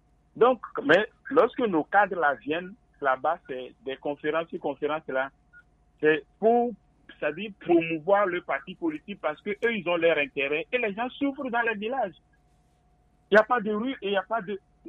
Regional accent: Wawa, Plateaux, Togo; moi, je viens de Wawa. Les terres sont tellement fertiles dans notre préfecture.

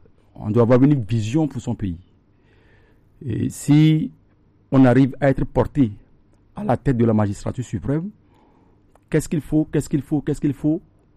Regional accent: Benin; chez nous au Bénin, on pense, mais ici on dépense.

